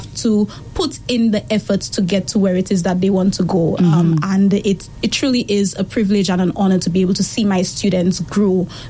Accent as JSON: {"language": "English", "country": "St. Lucia", "said": "So when people ask me where I'm from, I like to say I'm from St. Lucia. I live in the south of the island."}